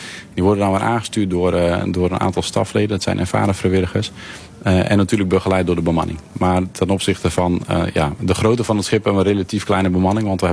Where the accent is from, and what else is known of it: Friesland, Netherlands